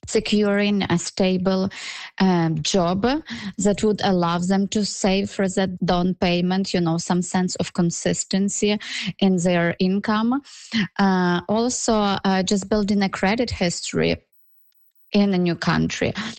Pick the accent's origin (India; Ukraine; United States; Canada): Ukraine; let's say I'm from Ukraine, and in Ukraine, we don't use credit cards that much.